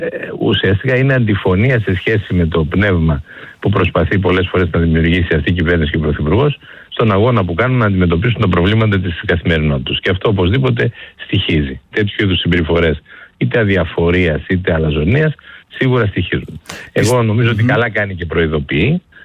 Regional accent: Eastern Macedonia and Thrace, Greece

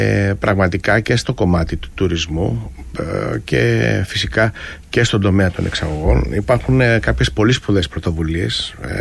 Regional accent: Chania, Crete, Greece; ως κριτικός, ως Χανιώτης και σε μια περιοχή που έχει pop ελαιόλαδο, όπως είναι το Κίσαμος πάνω από το Κολυμπάρι, και στο χωριό μου

